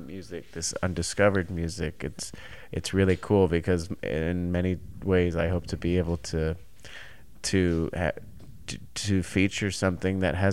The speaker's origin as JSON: {"language": "English", "town": "Scottsdale", "region": "Arizona", "country": "United States", "tie": "born or raised there", "moved": "yes", "lives_now": "New York, United States", "said": "I grew up in Scottsdale."}